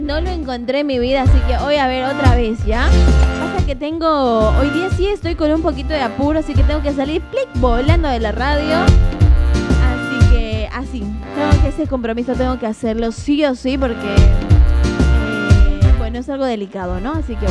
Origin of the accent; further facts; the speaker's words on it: La Paz, Bolivia; now in Santa Cruz, Bolivia; yo soy de La Paz